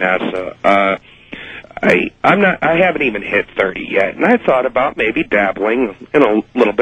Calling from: New York, United States; Western New York.

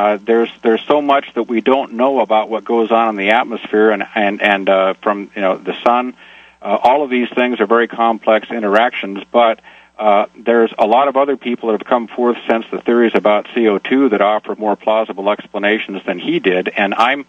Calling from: Portland, Oregon, United States

